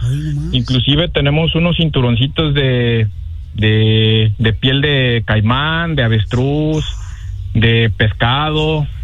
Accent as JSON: {"language": "Spanish", "town": "Dolores Hidalgo", "region": "Guanajuato", "country": "Mexico", "tie": "born or raised there", "moved": "yes", "lives_now": "Mesquite, Texas, United States", "said": "yo soy originario de Dolores Hidalgo, Guanajuato."}